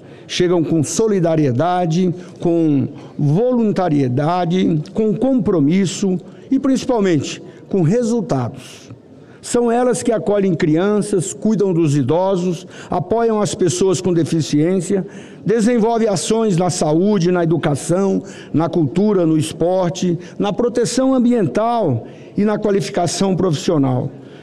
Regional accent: Mato Grosso, Brazil; born there; Em Mato Grosso, meu estado natal

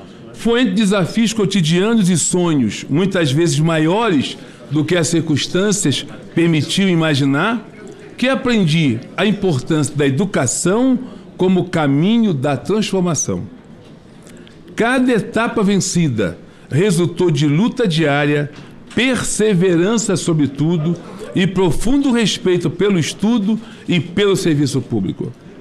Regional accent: Rio de Janeiro, Brazil; Sou natural do Rio de Janeiro

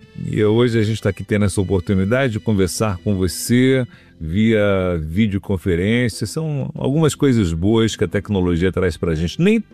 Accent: Montes Claros, Minas Gerais, Brazil; also born or lived in Grão-Mogol / Rio de Janeiro; now in Brasília, Brazil; quase 15 anos, morei no Rio quase 20, mas eu sou do norte de Minas. Ali eu conheço bem a região, cara. Eu fui criado em Montes Claros, mas eu nasci em uma cidadezinha chamada Grão-Mogol

